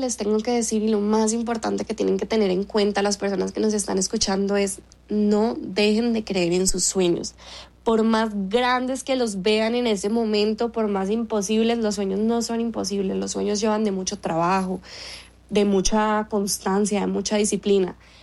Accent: Colombia; porque soy colombiana

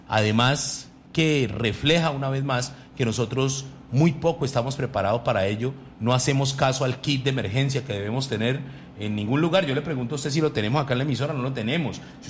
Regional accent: Colombia; Hoy somos colombianos

